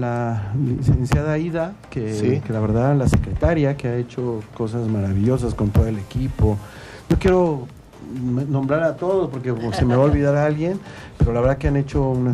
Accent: Mexico

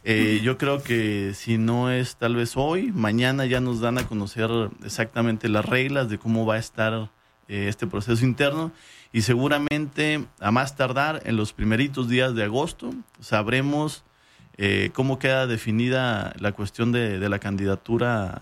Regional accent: Chihuahua, Mexico; nuestro estado de Chihuahua

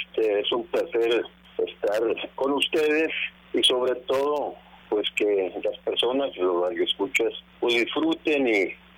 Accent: Nuevo Laredo, Tamaulipas, Mexico; Yo soy originario de Nuevo Laredo, Tamaulipas

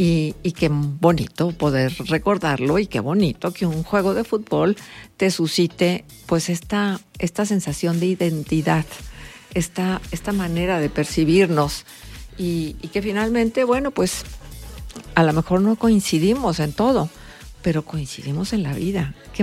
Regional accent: Mexico; Todos somos mexicanos.

